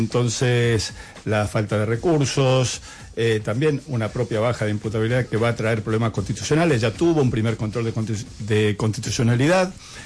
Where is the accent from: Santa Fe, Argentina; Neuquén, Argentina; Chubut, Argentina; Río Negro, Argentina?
Chubut, Argentina; Imagínate en Chubut, de donde vengo